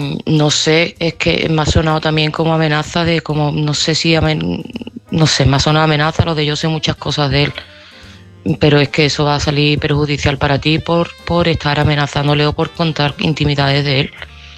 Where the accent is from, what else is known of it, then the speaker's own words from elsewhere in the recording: Seville, Andalusia, Spain; de Sevilla y este mensaje va para Víctor.